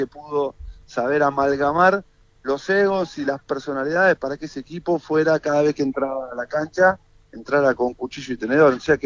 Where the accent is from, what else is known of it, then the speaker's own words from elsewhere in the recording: Argentina; yo quería que Argentina sea campeón, como muchos argentinos, solamente por Lionel Messi.